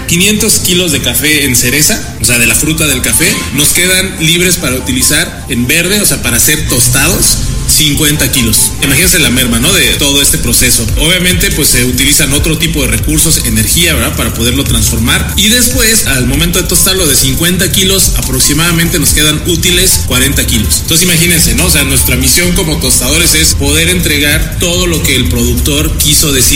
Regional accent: State of Mexico, Mexico; maestro tostador de la casa productora Azimut Café, y soy orgullosamente mexiquense.

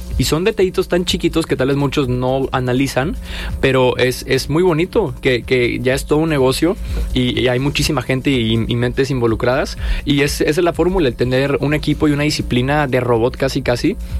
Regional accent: Monterrey, Nuevo León, Mexico; mucha gente piensa que somos de Ciudad de México, pero yo nací aquí y he vivido toda mi vida aquí. O sea, yo soy full regio de toda la vida.

